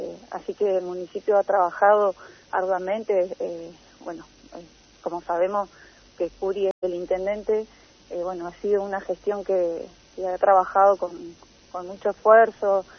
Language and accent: Spanish; Darwin, Río Negro, Argentina; born there; Yo como ciudadana de Darwin soy casi criada en esta localidad y bueno, orgullosa de pertenecer a Darwin